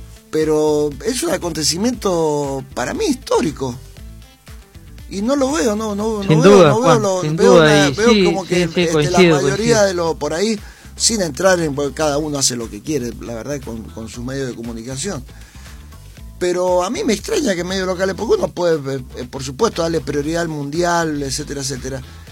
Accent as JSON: {"language": "Spanish", "region": "Mendoza", "country": "Argentina", "said": "nosotros, o como mendocinos"}